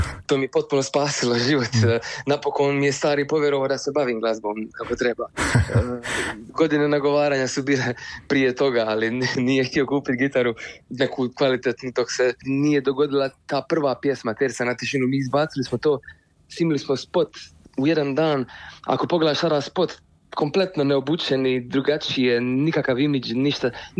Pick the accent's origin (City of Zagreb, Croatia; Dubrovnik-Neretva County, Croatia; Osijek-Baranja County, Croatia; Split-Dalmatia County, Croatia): Dubrovnik-Neretva County, Croatia; Dubrovnik; mi smo bend iz Dubrovnika, mladi smo s 19-20 godina